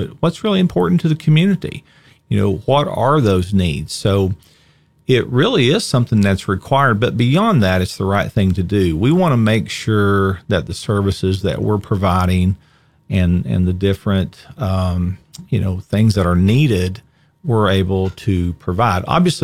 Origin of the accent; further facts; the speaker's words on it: Kentucky, United States; But I was born there, and you know, to be able to live here, and I was raised in Greenup County.